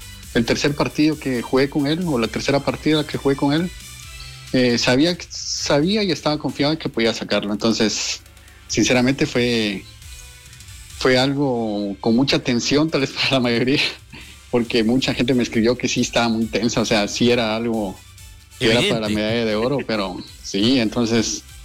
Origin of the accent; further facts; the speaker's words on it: Antigua Guatemala, Sacatepéquez, Guatemala; no soy de la capital, o sea, yo soy de Antigua, o sea, de Antigua Guatemala.